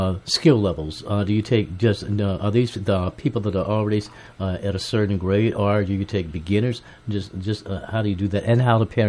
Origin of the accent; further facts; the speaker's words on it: Greensboro, North Carolina, United States; growing up in Greensboro.